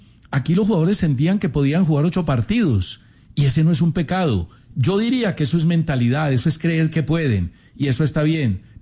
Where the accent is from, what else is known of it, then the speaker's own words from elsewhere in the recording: Colombia; El fútbol tiene esa maravilla que yo como hincha de Santa Fe o simplemente como colombiano